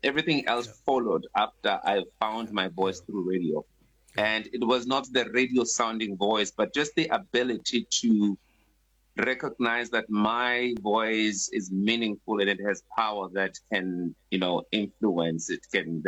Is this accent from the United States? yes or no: no; Mokopane, Limpopo, South Africa; moved away; Limpopo, my hometown in Mokopane